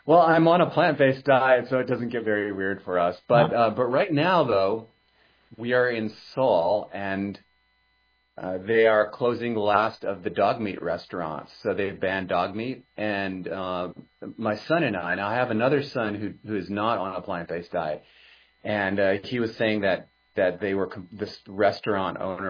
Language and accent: English; Germany; also born or lived in Austria; Well, because I grew up in Germany and Austria, I speak German. I haven't used my German for a while, so I sound like an American when I talk German